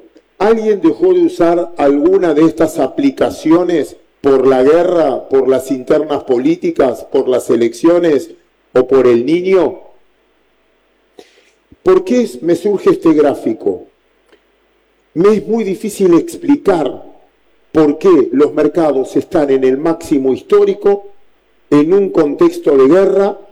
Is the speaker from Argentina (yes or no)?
yes; Argentina; nosotros tenemos, hablo de Argentina ahora, un presidente de malos modales